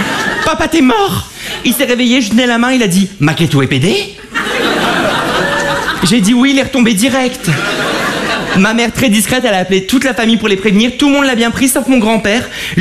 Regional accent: Avion, Hauts-de-France, France; born there; j'ai pas eu de bol, je suis né dans le Pas-de-Calais, dans un village qui s'appelle Avion, près de Lens.

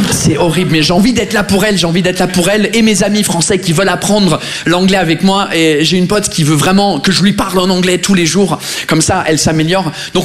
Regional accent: England, United Kingdom; French is a second language; moved away as an adult; now in France; je suis anglais. Ça fait 15 ans que je suis là, ça fait 15 ans que j'essaye de maîtriser votre langue.

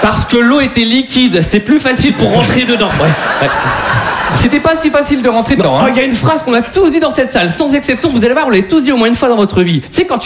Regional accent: Hauts-de-France, France; Et je vous rappelle qu'on est du Nord.

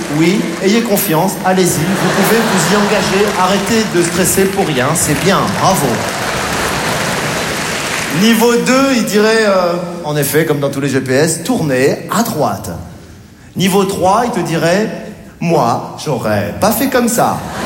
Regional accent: Morocco; born there; Je suis né au Maroc

